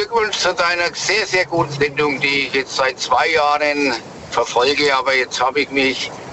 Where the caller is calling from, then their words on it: Nuremberg, Bavaria, Germany; Also ich komme aus Nürnberg und Nürnberg gehört nicht zu Bayern.